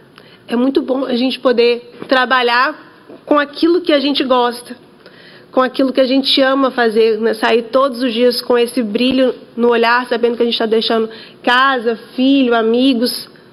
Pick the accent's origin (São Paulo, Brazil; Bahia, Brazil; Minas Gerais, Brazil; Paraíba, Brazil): Minas Gerais, Brazil; eu, como mineira, devo tudo a Minas. Foi onde eu nasci, onde eu cresci, foi onde eu comecei a minha vida de relações governamentais